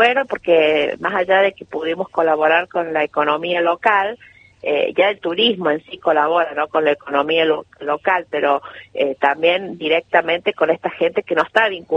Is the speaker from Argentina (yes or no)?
yes; La Carolina, San Luis, Argentina; un pedacito de mi Carolina, de mi pueblo